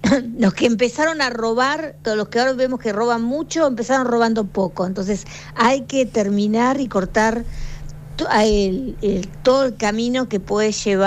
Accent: Argentina; los argentinos tengamos un jefe de gabinete

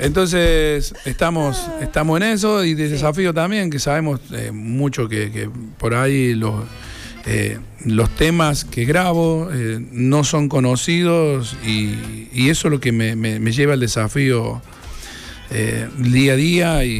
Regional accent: Córdoba, Argentina; es nuestra provincia, somos muy ninguneados en la capital, en todos los del interior. No nos gusta, somos muy, muy del interior.

